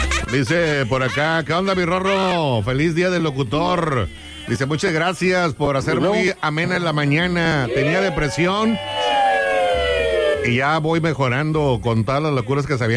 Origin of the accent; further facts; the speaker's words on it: Apodaca, Nuevo León, Mexico; Yo soy de Apodaca